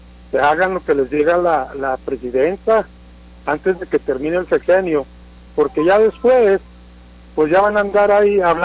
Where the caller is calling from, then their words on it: Ciudad Juárez, Chihuahua, Mexico; aquí en Juárez